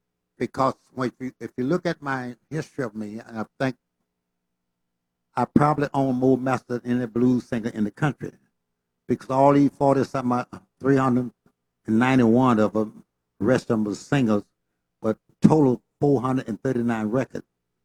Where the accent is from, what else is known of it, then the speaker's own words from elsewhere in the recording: Haynesville, Louisiana, United States; moved away; also born or lived in Pine Bluff, Arkansas; I was born in a little place called Homer, Haynesville, Louisiana. I left my hometown in 1947. Went to Pine Bluff, Arkansas with my father, who was a preacher and a pastor of a church.